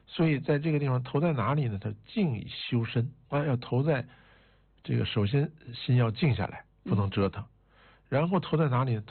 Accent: China; 我们身为一个中国人

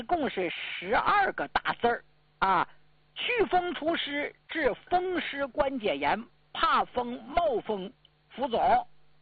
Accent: Northeast China, China; accent: Northeastern dialect; 我净用咱们东北老家话跟你们唠嗑。

